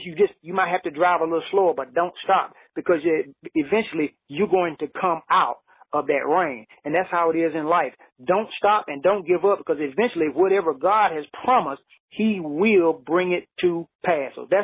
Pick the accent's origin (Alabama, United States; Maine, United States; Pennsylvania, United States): Alabama, United States; Cottage Grove; growing up in Cottage Grove, Alabama